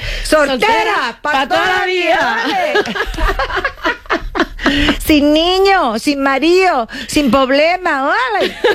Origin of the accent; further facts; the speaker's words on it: Jaén, Andalusia, Spain; J de Jaén, sí, de Jaén, yo soy de Jaén, A de Alemania, mi marido está en Alemania.